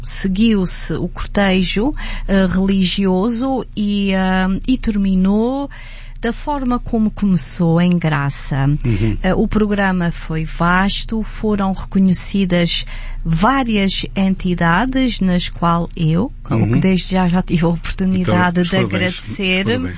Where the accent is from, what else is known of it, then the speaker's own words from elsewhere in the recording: Azores, Portugal; moved away; gente da minha terra, que eu tinha vindo das celebrações do Senhor Santo Cristo dos Milagres em Ponta Delgada.